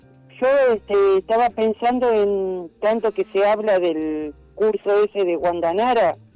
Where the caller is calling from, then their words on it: Don Torcuato, Buenos Aires Province, Argentina; de Don Torcuato